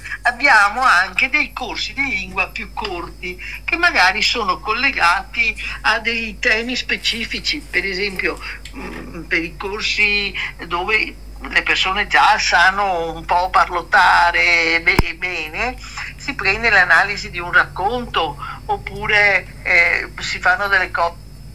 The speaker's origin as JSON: {"language": "Italian", "town": "Venice", "region": "Veneto", "country": "Italy", "also_born_or_lived": "Mestre", "said": "Io sono veneziana dentro"}